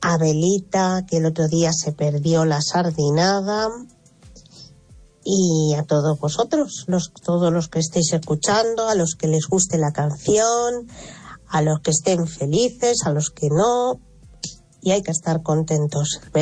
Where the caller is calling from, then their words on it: As Neves, Galicia, Spain; de Asneves